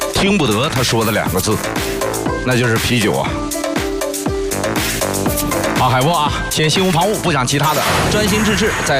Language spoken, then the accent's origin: Chinese; Jilin, China; moved away; 在我们老家东北吉林啊，那里有好多的这个滑雪场，